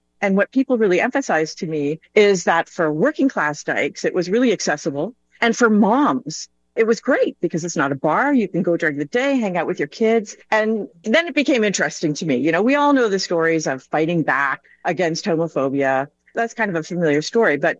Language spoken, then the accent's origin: English; Toronto, Ontario, Canada; moved away as an adult; now in Vancouver, Canada; I moved here in 2004 when I got the job at SFU. I'm from Toronto.